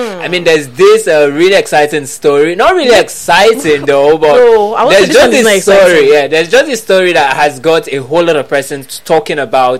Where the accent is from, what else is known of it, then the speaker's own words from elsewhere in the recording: Etung, Cross River, Nigeria; I'm not from Ikom though. I'm from Etung. So, but it's really, really close.